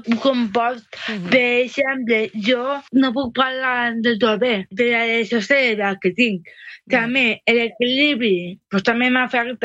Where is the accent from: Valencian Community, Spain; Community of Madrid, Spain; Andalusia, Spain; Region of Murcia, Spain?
Valencian Community, Spain; born there; yo, como nací en Valencia